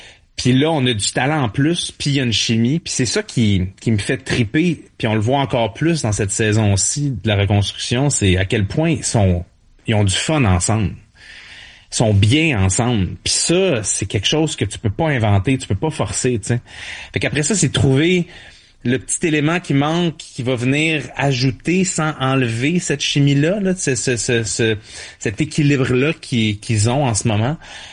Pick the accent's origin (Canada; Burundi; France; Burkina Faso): Canada; Montreal, Quebec; born there